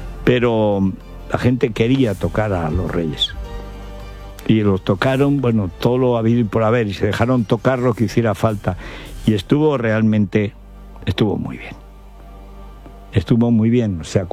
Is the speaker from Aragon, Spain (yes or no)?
yes; Aragon, Spain; born there